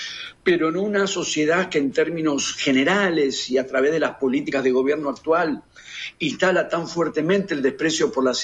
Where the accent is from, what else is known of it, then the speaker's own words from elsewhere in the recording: Argentina; en el país en el que vivo y del que soy